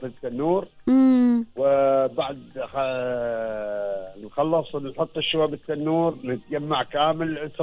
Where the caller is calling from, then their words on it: Muscat, Muscat Governorate, Oman; اتكلم من مسقط.